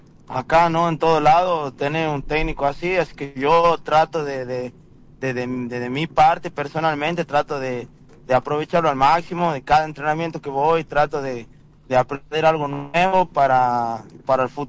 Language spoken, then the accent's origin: Spanish; San Miguel de Tucumán, Tucumán, Argentina; viajo todos los días, soy de San Miguel